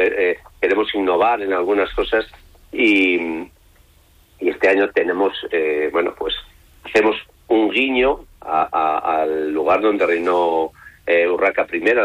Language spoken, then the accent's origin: Spanish; Gijón, Asturias, Spain; born there; porque yo nací en Gijón.